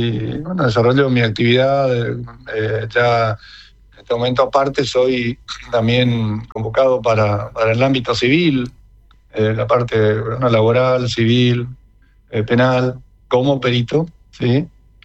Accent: Alvear, Corrientes, Argentina; Del pueblo más lindo del país y los alrededores.

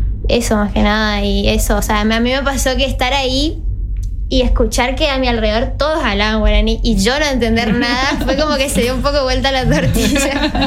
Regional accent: Resistencia, Chaco, Argentina; yo soy chaqueña, soy de Resistencia, no tengo idea de guaraní.

